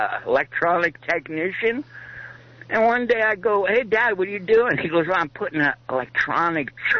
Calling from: Santa Cruz, California, United States; here in Santa Cruz.

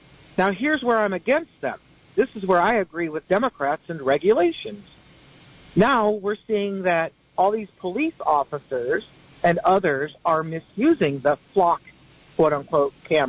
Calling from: Boulder Creek, California, United States; I'm calling from Boulder Creek.

